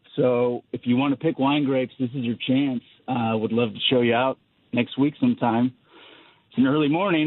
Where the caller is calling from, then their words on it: Napa, California, United States; I'm a vineyard manager here in Napa.